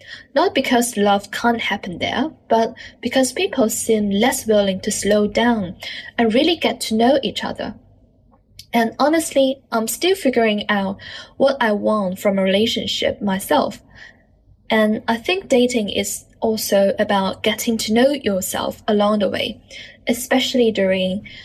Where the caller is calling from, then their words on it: Shenzhen, Guangdong, China; from Shenzhen.